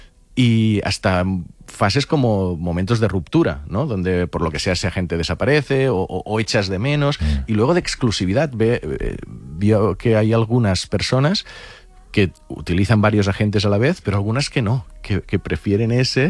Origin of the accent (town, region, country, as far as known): Catalonia, Spain